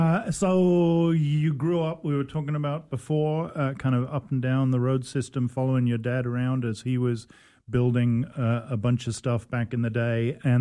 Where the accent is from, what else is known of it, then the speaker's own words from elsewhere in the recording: England, United Kingdom; moved away; I'm an English guy. I grew up in the 80s in England